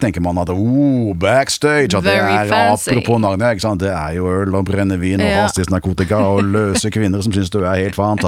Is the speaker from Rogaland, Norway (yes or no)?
no; Nesodden, Akershus, Norway; eller jeg vokste opp på Nesodden, da, det derfor jeg sier inne i Oslobyen.